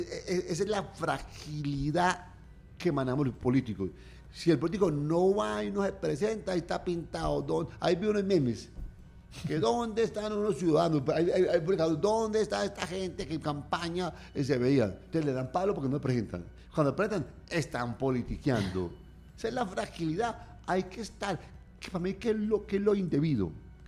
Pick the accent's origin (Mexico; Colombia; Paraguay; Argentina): Colombia; Pereira, Risaralda